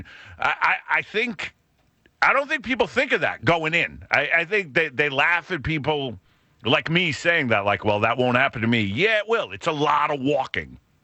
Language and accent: English; New England, United States; But I spent my summers in Rhode Island as the New Englander, that I am.